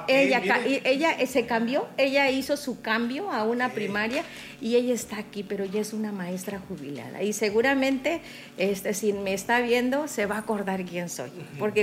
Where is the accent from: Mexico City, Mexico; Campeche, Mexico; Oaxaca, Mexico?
Campeche, Mexico; Palizada; moved away; soy originaria de Empalizada